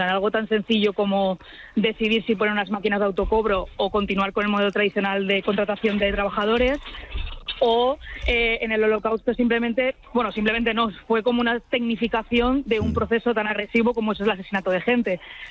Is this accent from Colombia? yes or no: no; Valencia, Valencian Community, Spain; yo soy de Valencia, entonces estrenar y jugar en casa siempre es una maravilla.